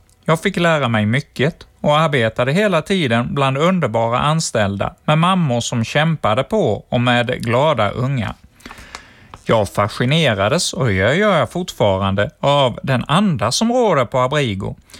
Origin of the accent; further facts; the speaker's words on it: Brazil; Swedish is a second language; Jag som brasilianare borde vara van vid hettan, men under mina år i Sverige har jag börjat älska hösten.